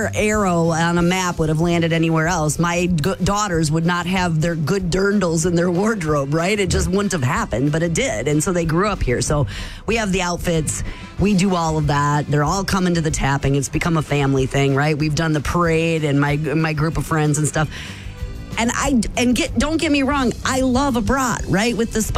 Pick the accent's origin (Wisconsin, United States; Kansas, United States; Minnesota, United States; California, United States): Wisconsin, United States; I'm from Wisconsin.